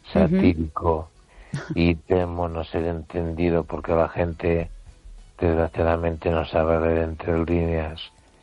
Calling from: Ourense, Galicia, Spain; de Orense.

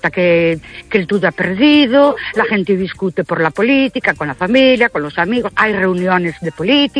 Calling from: Ourense, Galicia, Spain; de Ourense

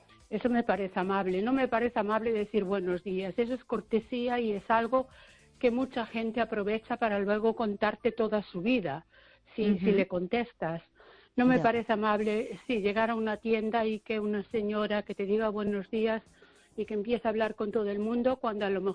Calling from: Ames, Galicia, Spain

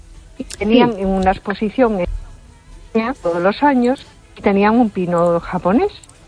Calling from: A Coruña, Galicia, Spain; de Coruña.

